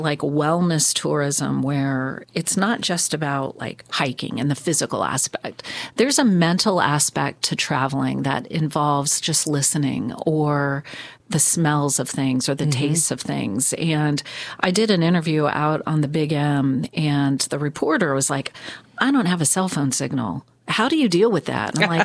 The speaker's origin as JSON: {"language": "English", "town": "El Paso", "region": "Texas", "country": "United States", "tie": "born or raised there", "moved": "yes", "said": "Well, I grew up in El Paso, Texas, which is a big town, and it's on the border of an even bigger town, for Juarez, Mexico."}